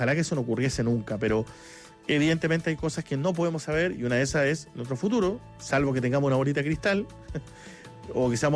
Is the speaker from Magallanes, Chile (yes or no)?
yes; Magallanes, Chile; yo lo pongo acá porque, bueno, soy magallánico, conozco perfectamente esto